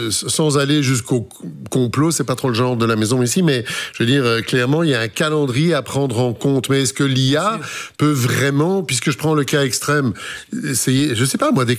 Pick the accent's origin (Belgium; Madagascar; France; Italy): Belgium; Brussels; ça s'entend que je viens de Bruxelles